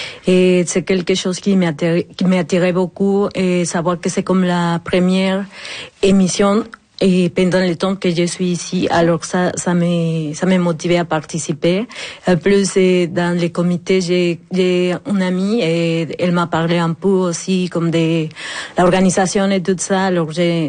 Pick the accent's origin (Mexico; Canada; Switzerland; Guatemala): Mexico; French is a second language; now in France; Oui, je suis originaire du Mexique.